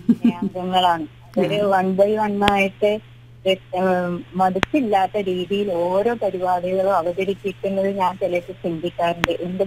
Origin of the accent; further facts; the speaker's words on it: Kannur, Kerala, India; moved away as an adult; now in Kadavallur, India; എന്റെ നാട് കണ്ണൂരാണ്.